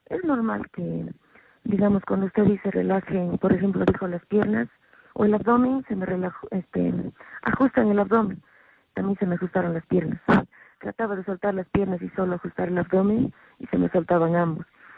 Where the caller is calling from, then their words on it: Cusco, Peru; le llamo de Cusco.